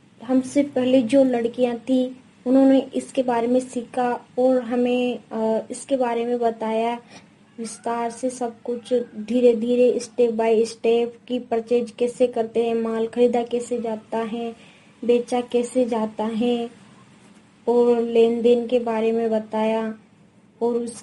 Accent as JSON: {"language": "Hindi", "region": "Rajasthan", "country": "India", "said": "मैं बारा जिले के मुसेन माता गांव की रहने वाली हूँ।"}